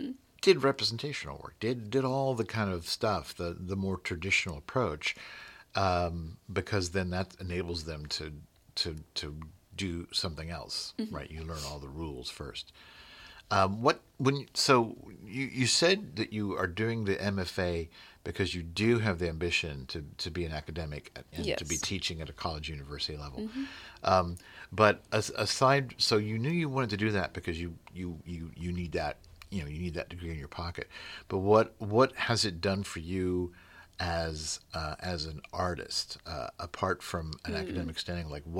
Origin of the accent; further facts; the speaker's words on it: Louisville, Kentucky, United States; I'm born here, right, you know. And you think when you're born in a place – you know, I'm always amazed how little I know about my hometown